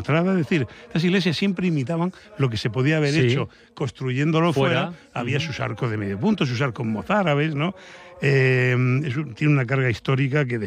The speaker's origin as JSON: {"language": "Spanish", "town": "Murcia", "region": "Region of Murcia", "country": "Spain", "said": "Catalán valenciano y encima soy de Murcia, que me como las S, ¿no?"}